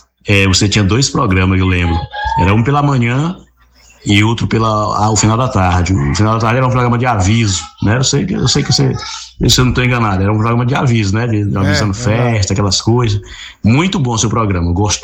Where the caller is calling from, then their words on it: Dom Pedro, Maranhão, Brazil; Eu estou falando aqui do Maranhão, da cidade de Dom Pedro.